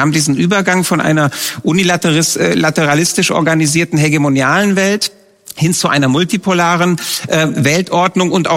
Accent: Romania; born or raised there

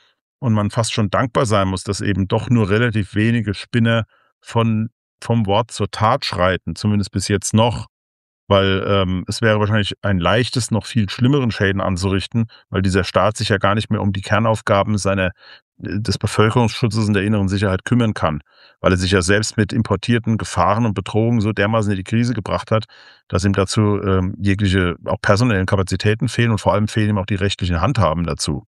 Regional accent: Kaiserslautern, Rhineland-Palatinate, Germany; Achso, das ist Kaiserslautern, wo ich herkomme.

